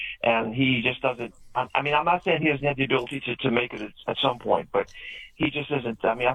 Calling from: New Orleans, Louisiana, United States; I'm from New Orleans.

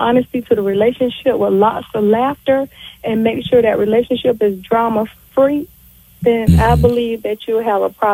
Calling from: Georgia, United States; I'm good. I'm calling from Georgia.

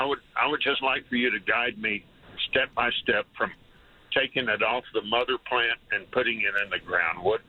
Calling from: Johnson City, Tennessee, United States; I'm calling from Johnson City, and I have a question for David.

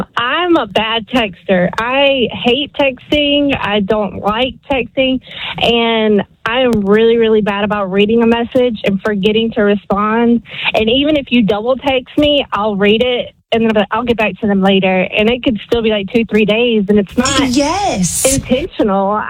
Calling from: Calera, Alabama, United States; I'm calling from Calera.

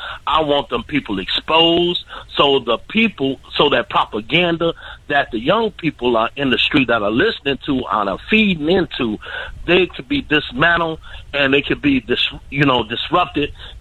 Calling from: West Coast, United States; I'm from the West Coast.

